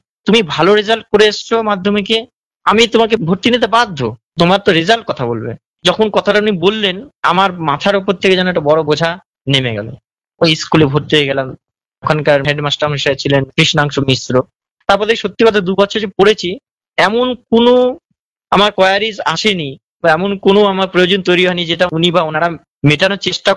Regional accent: Maslandapur, West Bengal, India; also born or lived in Narendrapur; আমাদের বাড়ি ওই মসলেন্দুপুর স্টেশনে আর ভিতরে যেতে হবে চণ্ডীপুর গ্রামে।

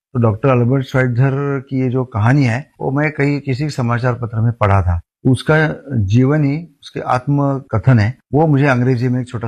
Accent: Satara, Maharashtra, India; now in Bastar, India; मैं रहने वाला सतारा महाराष्ट्र का हूं

